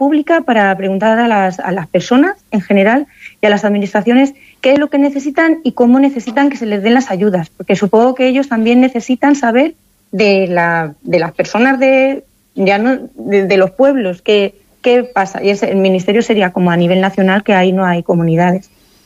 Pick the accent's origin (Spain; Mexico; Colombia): Spain; Castile and León; yo soy de Castilla y León y tú eres de Castilla-La Mancha.